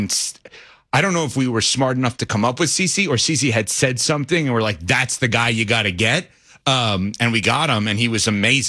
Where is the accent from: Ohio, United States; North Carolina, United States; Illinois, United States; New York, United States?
New York, United States; Westchester; But we both grew up in New York, CC